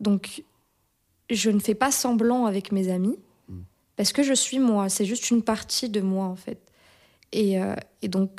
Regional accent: Morocco; born there; moved away; Bah, en fait, je ne suis pas née ici, je suis née au Maroc.

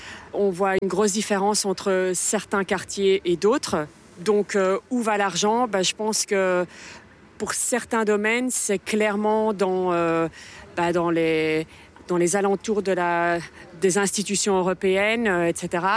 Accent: Spain; French is a second language; now in Brussels, Belgium; J'ai 43 ans et je suis d'origine espagnole. Je suis espagnole, en fait.

